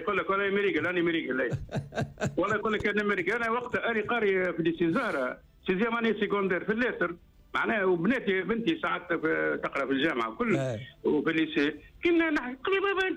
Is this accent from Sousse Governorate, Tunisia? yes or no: yes; Sousse, Sousse Governorate, Tunisia; يعني تربيت صغير في حومه شعبيه، انا بحسين معناه حومه شعبيه،